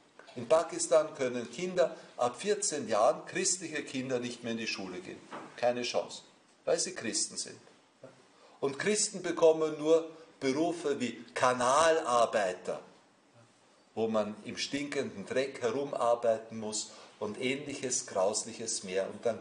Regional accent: Austria; das liegt bei uns im Osten, Richtung Bratislava, aber noch in Österreich

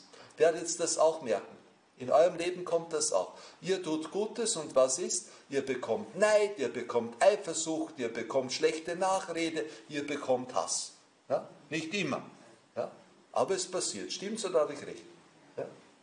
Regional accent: Austria; das liegt bei uns im Osten, Richtung Bratislava, aber noch in Österreich

